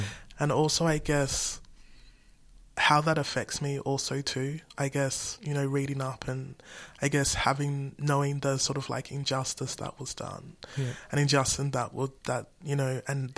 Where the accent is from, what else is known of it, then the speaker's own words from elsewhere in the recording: Haiti; So I can trace back, I guess I know that I'm from Haiti